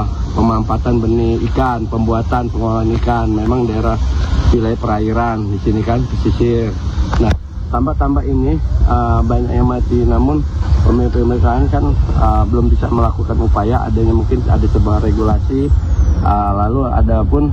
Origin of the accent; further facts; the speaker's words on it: Indonesia; Selaku warga Kecamatan Teluk Pandan yang berada di Desa Kajalan Pating